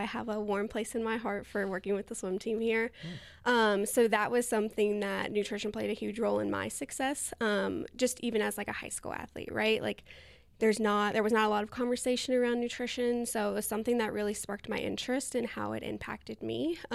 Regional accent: North Carolina, United States; moved away as an adult; now in Texas, United States; I'm from North Carolina, so I'm not from Texas. I got my degree at UNC Chapel Hill

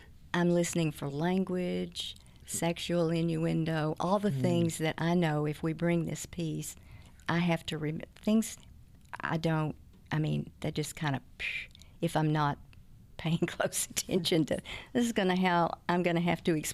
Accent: Fort Worth, Texas, United States; moved away as an adult; also born or lived in Arkansas; now in College Station, United States; We're from Fort Worth, but my husband took a job in Arkansas. We were there for 10 years.

